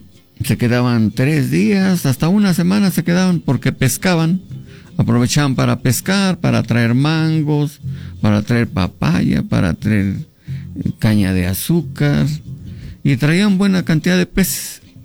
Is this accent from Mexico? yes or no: yes; Zimapán, Hidalgo, Mexico; born there; mi pueblo es único, mi pueblo es, bueno, hasta agua caliente tiene